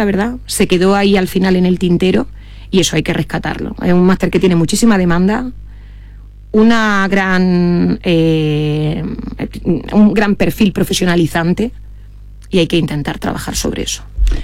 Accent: Andalusia, Spain; accent: Andalusian; moved away; Ya veis por mi acento, para que no lo sepa, que yo soy andaluza y yo esto lo vivo en Andalucía también.

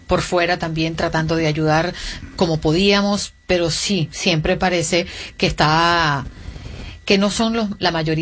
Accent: Venezuela; moved away

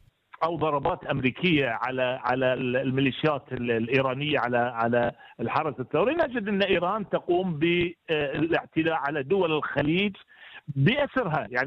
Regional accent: Bahrain; أنا مقيم في البحرين، أنا مواطن بحريني أصلي ومقيم في البحرين

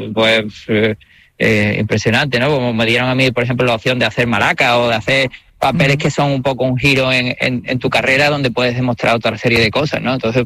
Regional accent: Canary Islands, Spain; born there; yo nací en Gran Canaria por circunstancias laborales de mi padre.

